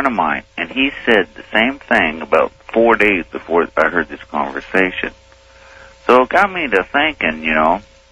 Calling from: Phoenix, Arizona, United States; I'm from Phoenix, KFYI.

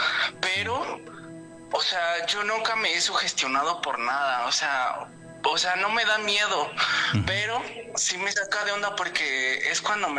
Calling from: Chimalhuacán, State of Mexico, Mexico; Pues ahorita de mi trabajo aquí en Chimalhuacán.

